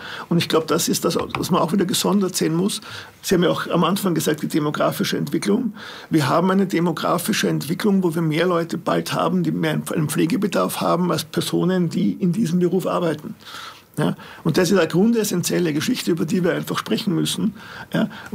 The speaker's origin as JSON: {"language": "German", "region": "Lower Austria", "country": "Austria", "said": "bei uns in Niederösterreich sind es 120.000"}